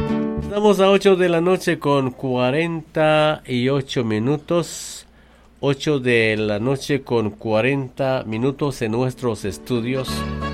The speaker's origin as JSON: {"language": "Spanish", "country": "Guatemala", "said": "los guatemaltecos podemos alabar al Señor"}